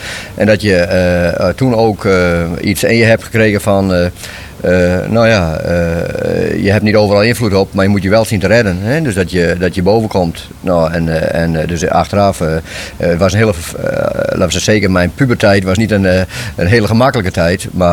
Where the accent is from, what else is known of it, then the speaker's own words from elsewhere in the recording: Lippenhuizen, Friesland, Netherlands; born there; Lippenhuizen, zeggen ze in het Fries, Lippenhuizen, ja. In fatsoenlijk Nederlands. Nou, daar ben ik geboren in 1943.